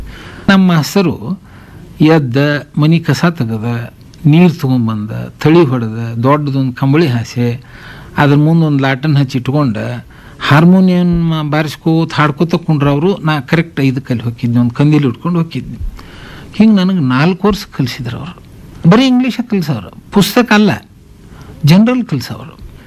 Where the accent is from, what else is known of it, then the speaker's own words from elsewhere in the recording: Karnataka, India; ನಮಗೆ ನಮ್ಮ ಊರು ಬನ ಟಿ ಸಣ್ಣದ